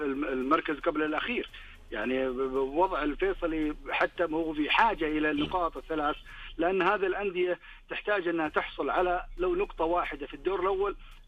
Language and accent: Arabic; Saudi Arabia; إحنا كسعوديين